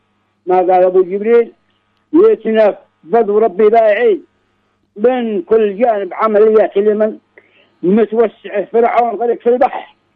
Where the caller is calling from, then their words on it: Sanaa, Amanat Al Asimah, Yemen; إحنا جاهزين هنا مرابطي في صنعاء